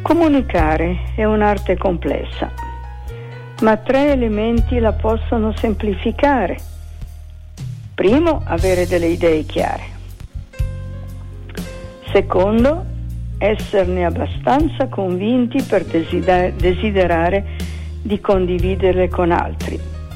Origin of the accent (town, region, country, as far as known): Trentino-Alto Adige, Italy